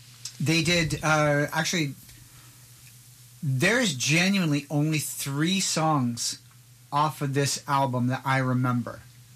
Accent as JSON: {"language": "English", "region": "Alberta", "country": "Canada", "tie": "born or raised there", "said": "when I grew up in Alberta, I grew up on the edge of the Rocky Mountains, so we would get the Chinook winds"}